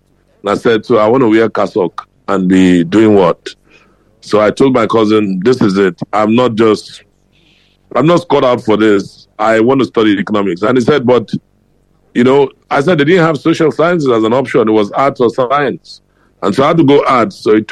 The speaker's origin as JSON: {"language": "English", "town": "Kaduna", "region": "Kaduna State", "country": "Nigeria", "said": "I'm from Kaduna."}